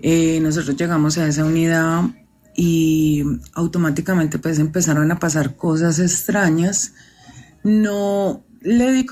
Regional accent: Medellín, Antioquia, Colombia; Soy de Medellín.

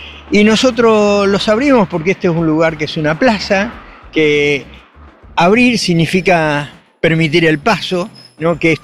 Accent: Argentina; quienes defienden la Argentina somos todos los argentinos

